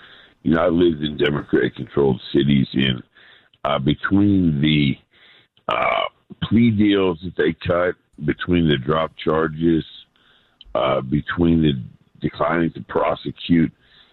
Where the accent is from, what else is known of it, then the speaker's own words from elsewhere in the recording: Virginia, United States; Yeah, growing up in Virginia